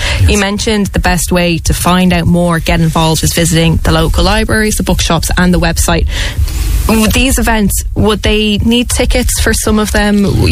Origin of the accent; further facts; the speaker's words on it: Ireland; I mean, it's ideal for us as Irish people